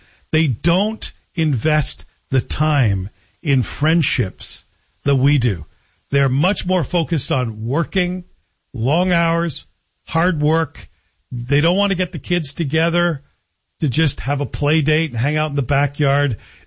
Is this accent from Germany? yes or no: no; Canada; moved away as an adult; now in United States; But to move there as a Canadian, I had to prove that I made more money than almost anyone in my field